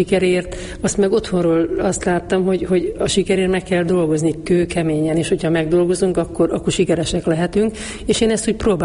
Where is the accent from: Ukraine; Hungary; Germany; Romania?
Romania; Mezőbánd, Mureș County; ez egy nagy község ez a Mezőbánd, ahol én születtem, és 13 évesen bekerültem Marosvásárhelyre